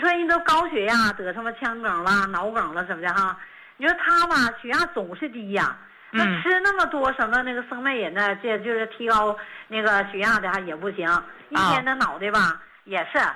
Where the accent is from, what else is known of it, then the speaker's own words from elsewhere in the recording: Shenyang, Liaoning, China; 我就想那我家是沈阳的，你说我现在报名来不来得及啊？